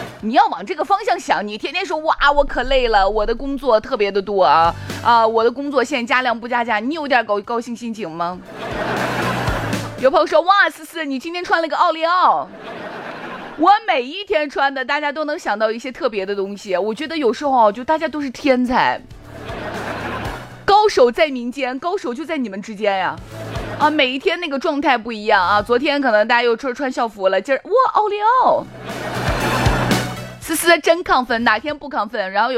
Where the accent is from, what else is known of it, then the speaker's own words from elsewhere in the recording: Shaanxi, China; 咱们陕西人说话